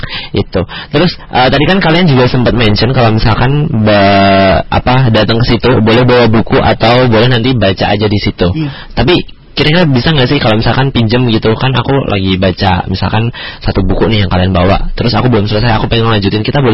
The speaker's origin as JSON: {"language": "Indonesian", "town": "Surakarta", "region": "Central Java", "country": "Indonesia", "tie": "born or raised there", "lives_now": "Maluku, Indonesia", "said": "Karena asli kan aku dari Jawa."}